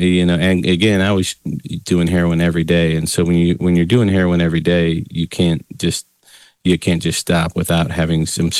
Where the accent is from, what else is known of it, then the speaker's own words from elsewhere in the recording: Illinois, United States; No, you know, I grew up in the Chicago suburbs to, you know, my mom and dad were really young when they had me.